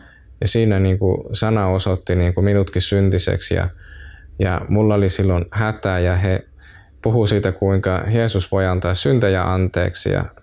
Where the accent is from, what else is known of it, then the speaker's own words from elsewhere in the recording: Heinola, Päijät-Häme, Finland; now in Helsinki, Finland; Mä oon Heinolasta kotoisin ja siellä mulla on vanhemmat, asuttiin pitkän aikaa siellä Heinolassa